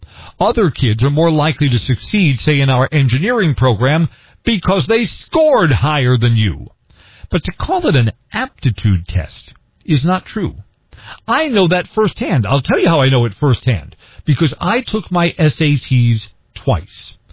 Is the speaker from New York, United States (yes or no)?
yes; New York City, New York, United States; I grew up in the Bronx. We don't grow a lot of potatoes in the Bronx.